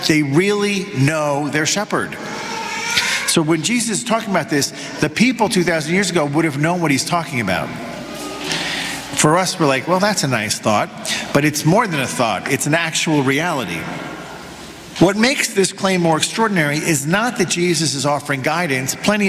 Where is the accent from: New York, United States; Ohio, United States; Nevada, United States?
New York, United States; I'm from New York.